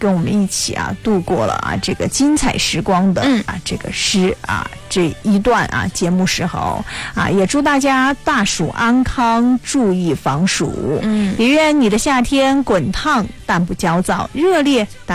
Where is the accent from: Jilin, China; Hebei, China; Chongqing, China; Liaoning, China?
Chongqing, China; 也是咱们重庆人独有的这些消暑方式